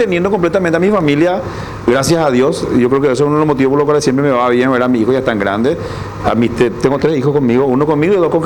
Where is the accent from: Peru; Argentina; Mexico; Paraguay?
Paraguay; Lambaré, Central; also born or lived in Fernando de la Mora / Villa Elisa / Ñemby; now in San Antonio, Paraguay; Yo nací en Fernando, pero me crié en Lambaré. Ah. Luego pasé a Villa Elisa, Ñemby